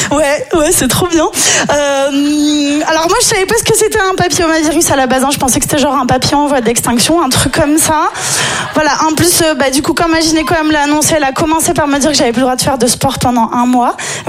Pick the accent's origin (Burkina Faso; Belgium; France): France; Nice, Provence-Alpes-Côte d'Azur; moi je suis niçoise